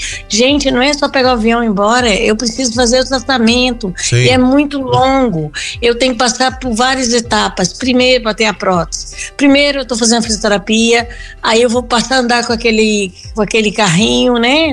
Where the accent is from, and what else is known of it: Galileia, Minas Gerais, Brazil; born or raised there